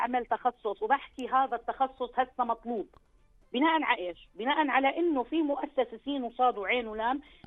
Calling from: Jordan; إحنا هون بالأردن

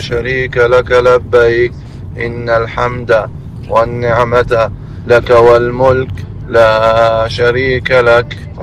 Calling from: Irbid, Irbid Governorate, Jordan; وأني من إربد.

